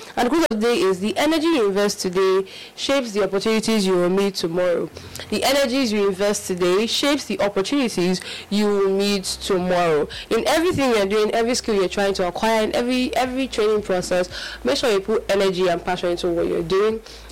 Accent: Nigeria; As a Nigerian

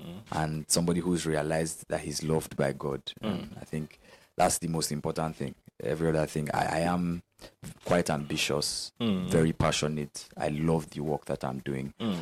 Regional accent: Calabar, Cross River, Nigeria; born there; moved away; I'm not from Calabar, but like I schooled here and I did most of my life here.

